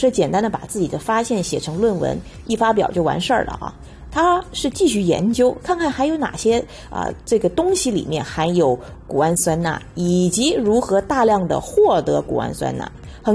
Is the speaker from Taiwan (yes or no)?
no; China; 我们中国人